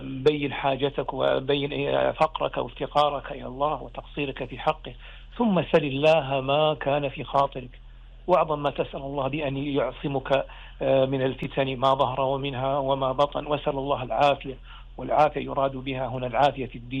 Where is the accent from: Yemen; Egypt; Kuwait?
Kuwait; بلدنا الكويت